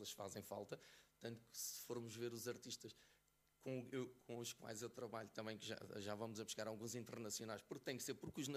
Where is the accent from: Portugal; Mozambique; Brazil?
Portugal; Fundão, Castelo Branco; Não, eu sou do Fundão.